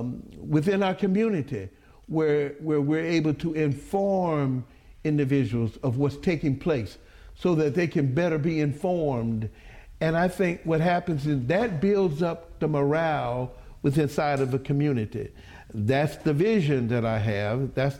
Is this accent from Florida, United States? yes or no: yes; Jacksonville, Florida, United States; When I was growing up in Jacksonville